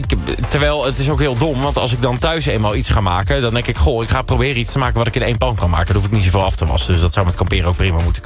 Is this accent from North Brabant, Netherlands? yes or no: no; Nijmegen, Gelderland, Netherlands; Ik ben geboren en getogen in Nijmegen.